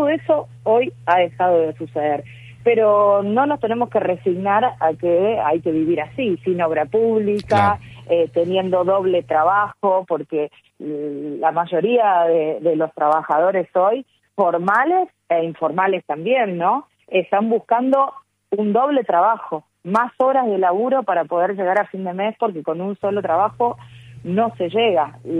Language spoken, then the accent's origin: Spanish; Argentina; todos como argentinos